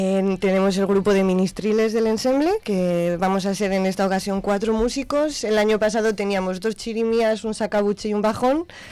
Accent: Zamora, Castile and León, Spain

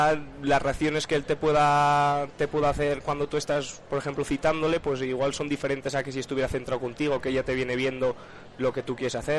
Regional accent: Espejón, Castile and León, Spain; born there; also born or lived in Soria; Pues mi pueblo para mí es mi vida.

